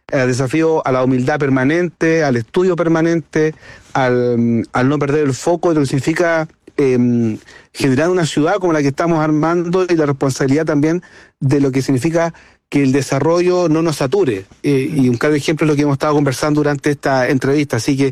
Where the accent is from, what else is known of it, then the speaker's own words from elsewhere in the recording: Concón, Valparaíso, Chile; porque yo nací en Concón cuando Concón era parte de Viña del Mar.